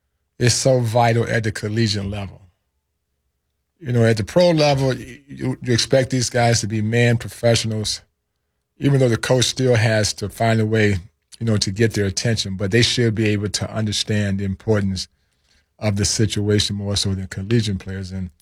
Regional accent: Michigan, United States; You know, as a kid growing up in Michigan, you know, you're a Michigan football fan.

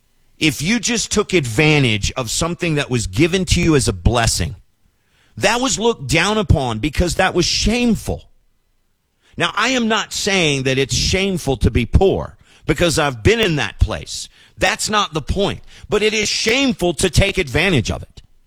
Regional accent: Wilmore, Kentucky, United States; my hometown of Wilmore

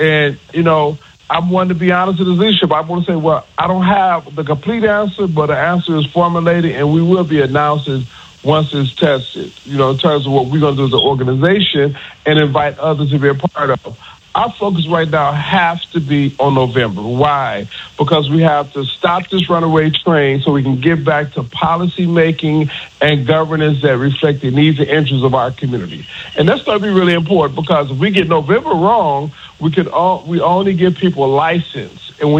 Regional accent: Detroit, Michigan, United States; now in Mississippi, United States; Well, quite frankly, I grew up in Detroit. Metro Detroit

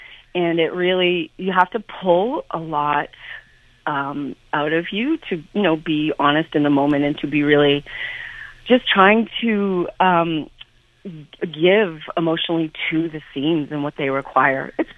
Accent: Canada; I'm Canadian

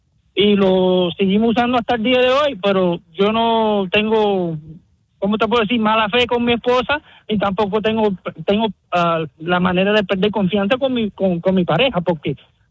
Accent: Cuba; la mujer mía es americana negra y yo soy cubano potorro.

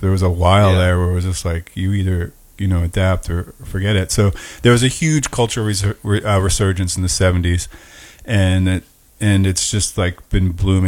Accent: Ireland; English is a second language; I mean, here we are speaking English. I'm Irish. It's not what I'm supposed to be speaking.

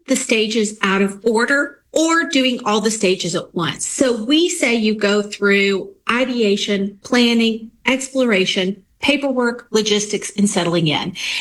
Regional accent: Alabama, United States; We're from Alabama. I should make that clear.

